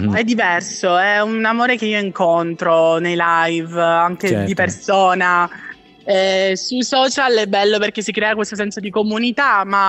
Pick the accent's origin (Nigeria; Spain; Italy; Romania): Italy; Catania, Sicily; now in Milan, Italy; Io provengo da Catania ed mm-hmm. è una città molto, molto viva, mm-hmm. ma è viva, è un vivere diverso rispetto a Milano.